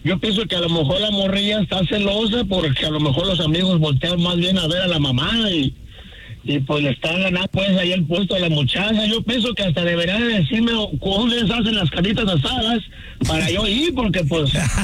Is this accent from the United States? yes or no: yes; Sacramento, California, United States; Soy de Sacramento. Aquí andamos ahorita trabajando aquí en Folsom.